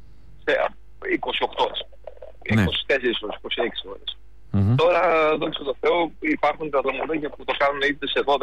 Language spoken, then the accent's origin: Greek; Kasos, South Aegean, Greece; now in Athens, Greece; έρχονται όλοι οι κάσοι, οι κασιώτες που είμαστε, ή από την Αθήνα όπως είμαστε εμείς